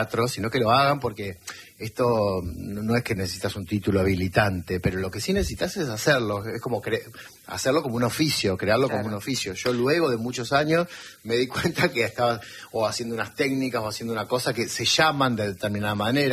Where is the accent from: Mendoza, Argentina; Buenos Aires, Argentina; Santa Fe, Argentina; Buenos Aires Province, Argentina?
Santa Fe, Argentina; Gálvez; also born or lived in Junín; Sí, sí, básicamente, soy básicamente de Gálvez, sí.